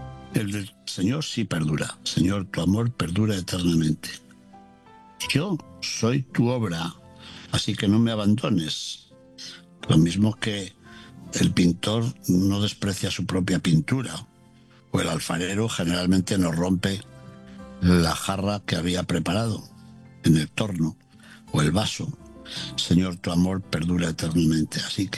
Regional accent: Castile and León, Spain; moved away; mi tierra de León

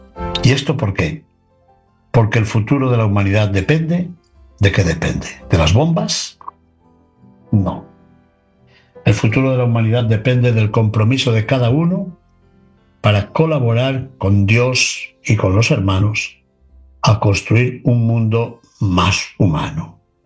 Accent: Spain; Sí, yo soy español, y es verdad, pero soy y formo parte de un proyecto divino más grande.

